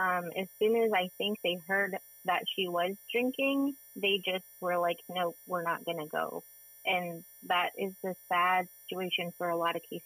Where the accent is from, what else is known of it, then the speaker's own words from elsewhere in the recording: Shungnak, Alaska, United States; now in Wasilla, United States; I am from Shugnak, Alaska. My family still lives there, but I live in Wasilla with my three-year-old son.